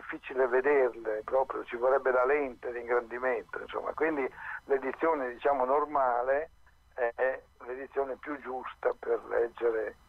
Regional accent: Bologna, Emilia-Romagna, Italy; io sono un bolognese, ma di famiglia non bolognese, di famiglia meridionale.

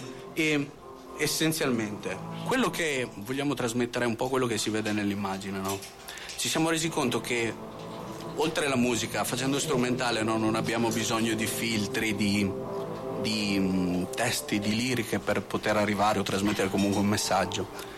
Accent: Verona, Veneto, Italy; Veniamo da Verona

